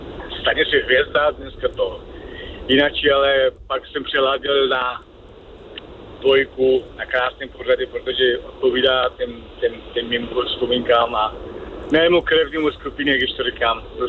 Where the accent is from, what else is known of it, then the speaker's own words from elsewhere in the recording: Afghanistan; born there; Czech is a second language; now in Kadaň, Czech Republic; Já jsem se narodil v Afghánistánu.